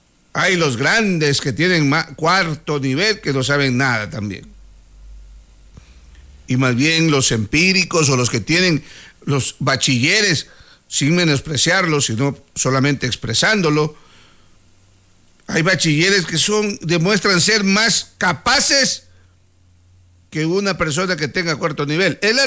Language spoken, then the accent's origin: Spanish; Ecuador; Así somos los ecuatorianos.